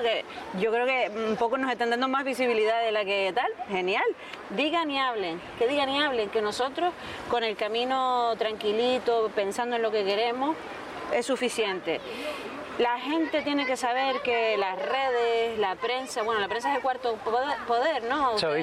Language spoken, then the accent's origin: Spanish; Canary Islands, Spain; Bueno, pues nosotras somos estas dentro de Canarias